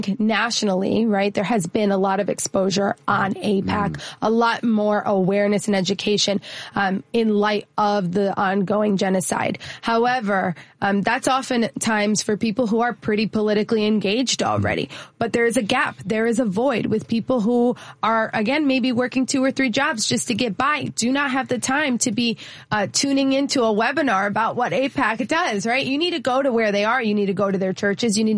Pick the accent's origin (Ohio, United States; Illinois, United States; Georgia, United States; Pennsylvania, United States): Illinois, United States; Chicago; And growing up on the Southwest side here in Chicago, I grew up in a working class family.